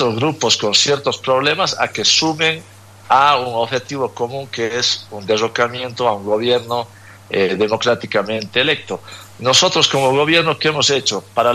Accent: Bolivia

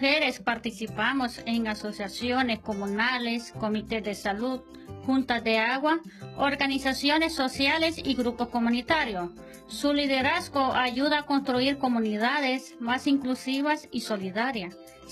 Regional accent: Ciudad Romero, Usulután, El Salvador; Soy de Ciudad Romero, Cantón El Zamorano, Distrito de Jiquilisco, Usulután Oeste.

